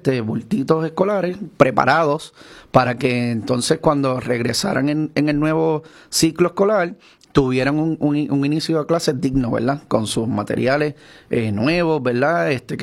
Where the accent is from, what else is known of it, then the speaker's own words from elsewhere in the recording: Aguadilla, Puerto Rico; yo también nacido y criado en el Cejo Las Ánimas aquí en Aguadilla y mi mamá, aunque trabajaba, éramos de una familia pobre